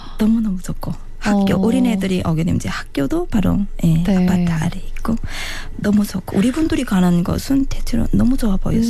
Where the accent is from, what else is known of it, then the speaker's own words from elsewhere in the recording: North Hamgyong, North Korea; moved away as an adult; now in Suwon, South Korea; 남한 정착 1년차 함경북도가 고향인